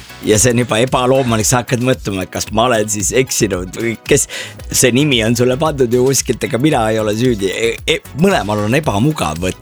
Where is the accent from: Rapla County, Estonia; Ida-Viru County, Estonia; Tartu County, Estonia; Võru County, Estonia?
Võru County, Estonia; Võru; ma olen Võrust pärit, ma vabandan, et pole enne jõudnud, pole poolteist aastat Võrus käinudki isegi.